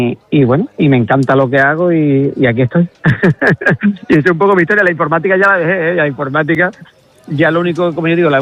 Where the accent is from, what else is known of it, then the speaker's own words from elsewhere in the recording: Villanueva, Andalusia, Spain; Y en mi tierra, bueno, en la parte que decías tú, Ana, muy bien, que mi pueblo está a 40... Yo digo que Villanueva está a 40 kilómetros de todo, porque está a 40 kilómetros de Huelva capital